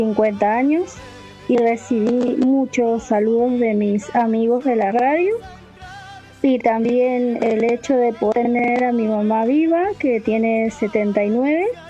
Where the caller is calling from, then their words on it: Godoy Cruz, Mendoza, Argentina; vivo en Godecruz, Mendoza.